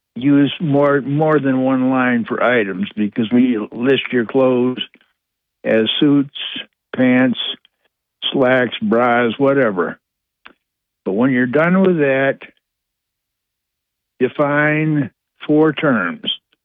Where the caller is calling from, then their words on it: Owego, New York, United States; from Wego.